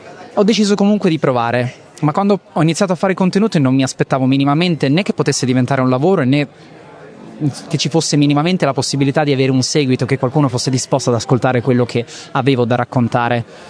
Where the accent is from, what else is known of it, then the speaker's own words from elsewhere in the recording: Riccione, Emilia-Romagna, Italy; vengo da Riccione, nella vita ho studiato cinema e vorrei fare cinema